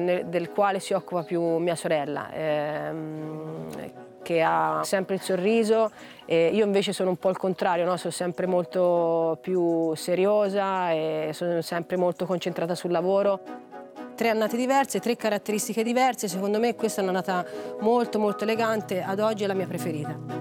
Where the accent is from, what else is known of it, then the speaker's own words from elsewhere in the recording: Bolgheri, Tuscany, Italy; Io sono nata e cresciuta a Bolgheri, nella campagna bolgherese, dove la mia famiglia è arrivata negli anni 50, quando mio nonno acquistò dei terreni dal marchese Incisa della Rocchetta, come tantissime altre famiglie marchigiane